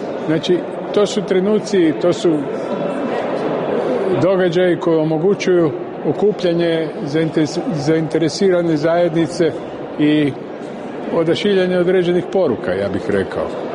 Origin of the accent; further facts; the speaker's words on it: Croatia; now in Hungary; Mi kao Hrvati, mi to slavimo i mi to bilježimo na svoj poseban način